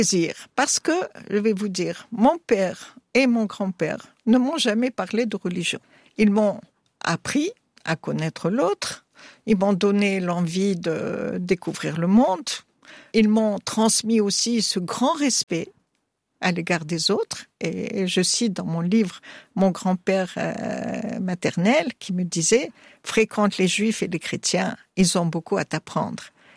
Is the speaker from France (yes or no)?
no; Tunisia; chez nous en Tunisie